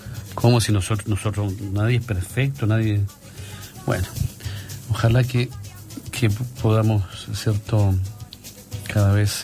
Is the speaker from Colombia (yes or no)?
no; Chile; a nosotros como chilenos